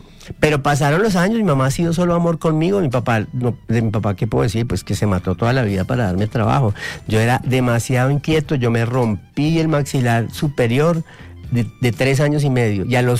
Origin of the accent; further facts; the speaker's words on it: Tunja, Boyacá, Colombia; now in Bogotá, Colombia; momentos de mi vida fue cuando me mandaron a estudiar a Bogotá. Porque pues Tunja es muy bonito y es mi tierra, pero era un pueblito así y uno con ganas de conocer el mundo